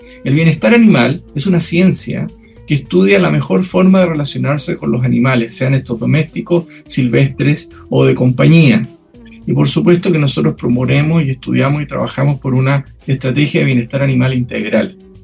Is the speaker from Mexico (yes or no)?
no; Chile; also born or lived in England / United States; somos los chilenos que no tenemos la costumbre de cuidar a nuestros animales y hacernos responsables de lo que ellos hagan. Yo viví fuera de Chile, en Inglaterra y en Estados Unidos